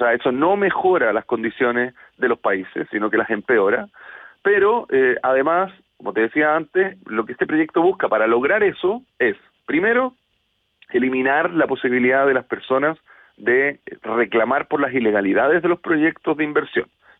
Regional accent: Chile; Yo tengo la impresión, creo que como cualquier chileno, que los procesos frente al Estado se demoran mucho

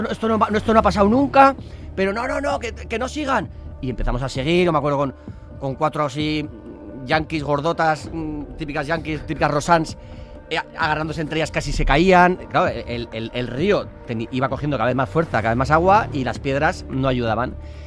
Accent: San Sebastián, Basque Country, Spain; O sea, yo soy de Donosti, soy de hombre de mar, o sea, yo he nadado toda mi vida.

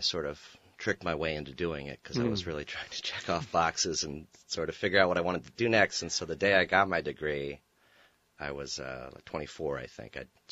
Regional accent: Thetford, Vermont, United States; Well, I grew up in Thetford, Vermont, and graduated from Thetford Academy in 2004. And ended up sticking around Vermont for a year.

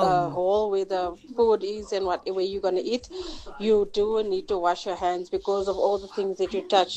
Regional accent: Eastern Cape, South Africa; now in Johannesburg, South Africa; here from Joburg, but I'm originally from Eastern Cape.

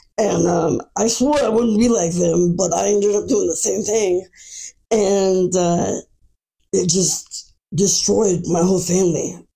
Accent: Sacramento, California, United States; Yes, I grew up here in Sacramento.

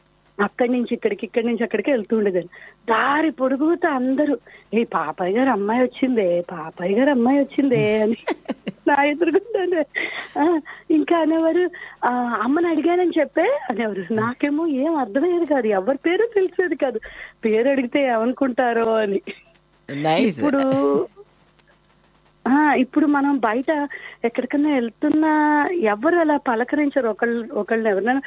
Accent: Vijayawada, Andhra Pradesh, India; మేము కూడాను చిన్నప్పుడు విజయవాడలో చాలా పెద్ద ఫ్యామిలీ మాది కూడా అన్నమాట. బాబాయిలు, అత్త అందరూ ఒకటే ఇంట్లో ఉండేవాళ్ళం. మూడు అంతస్తుల మేడ అది.

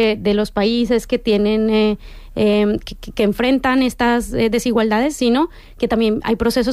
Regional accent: Colombia

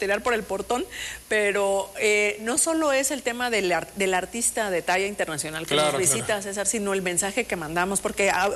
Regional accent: Apatzingán, Michoacán, Mexico; born there; ahí nací, ahí tengo a mis hijos, ahí de ahí es mi esposo.

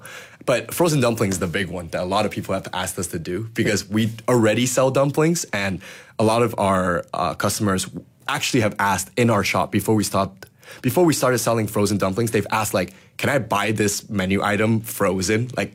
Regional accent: Taiwan; now in Malaysia; And now my dad is from Malaysia and my mom is Taiwanese. So growing up in Taiwan, we have a pretty good familiarity with how Taiwanese food works. So once we moved back to Malaysia

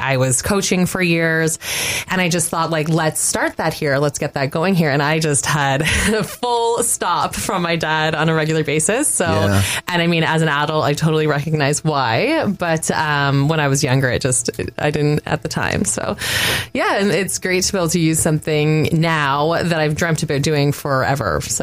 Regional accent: Haliburton, Ontario, Canada; I was born and raised here in Haliburton and lived on a beautiful farm on Ritchie Falls Road

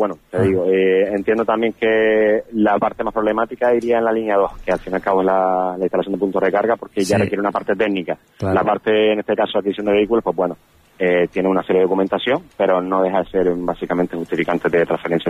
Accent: Canary Islands, Spain; nosotros, como desde Canarias

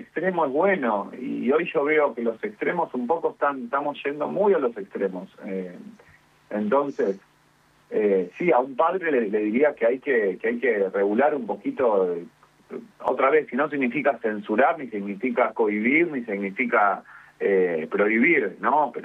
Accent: Argentina

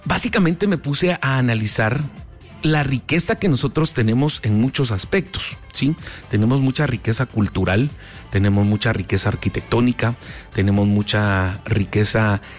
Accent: Guatemala; sintámonos orgullosos de ser guatemaltecos.

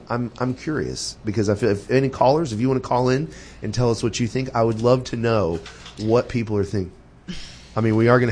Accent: Houston, Texas, United States; I felt, and I was growing up in Houston at the time, or actually was going to University of Houston at the time. So it's like, I was in a big city

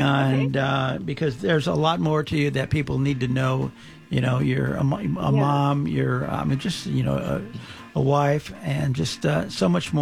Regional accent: Los Angeles, California, United States; also born or lived in Lincoln Heights, Los Angeles; growing up in the San Fernando Valley. My family moved from Lincoln Heights in 1955 when I was seven

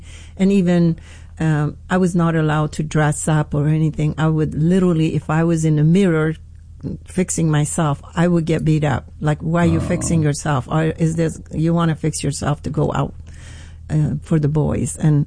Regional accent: Iran; moved away as an adult; So anyway, I grew up in Iran for 21 years. I was born in Iran.

